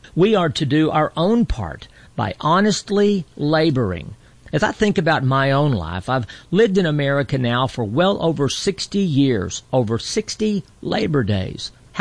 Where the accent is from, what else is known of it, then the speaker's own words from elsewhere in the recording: Texas, United States; As a young boy growing up in Texas, my dad taught me the importance and the joy of laboring.